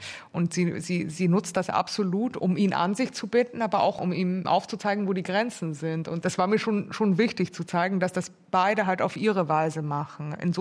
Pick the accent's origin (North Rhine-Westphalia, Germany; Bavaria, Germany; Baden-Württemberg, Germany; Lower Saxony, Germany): Bavaria, Germany; Munich; Ich bin ja aus München und ich sehe dann schon immer, dass die Leute am Wochenende zum Beispiel so so arge Klettertouren machen